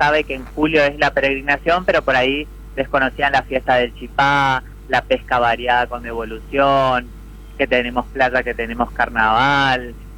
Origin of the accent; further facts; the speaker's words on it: Itatí, Corrientes, Argentina; solo por ser de Itatí. Entonces, por supuesto que también me llena de orgullo poder mostrar lo que somos y también de Corrientes en sí, porque Itatí es Corrientes, Corrientes es Itatí